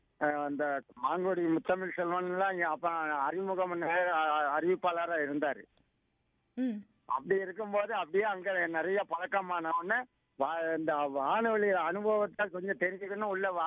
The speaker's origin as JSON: {"language": "Tamil", "region": "Tamil Nadu", "country": "India", "tie": "born there", "moved": "yes", "lives_now": "Chennai, India", "said": "நான் வந்து பிறந்த ஊரை தான் நான் எழுதிக்கிட்டு இருக்கேன்."}